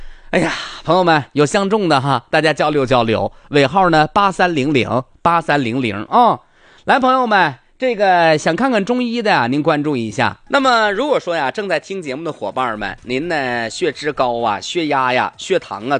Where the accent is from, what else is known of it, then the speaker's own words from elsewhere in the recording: Heilongjiang, China; moved away; 我家哈尔滨周边的